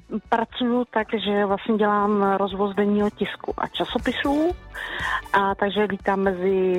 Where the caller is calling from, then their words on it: Brno, South Moravian Region, Czechia; Jsem z Brna. Městská část Jundrov.